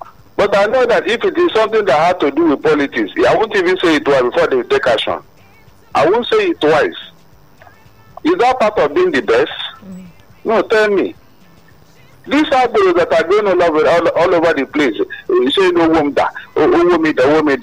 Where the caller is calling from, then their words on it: Lagos, Nigeria; People just extort money as a means of livelihood in Lagos here.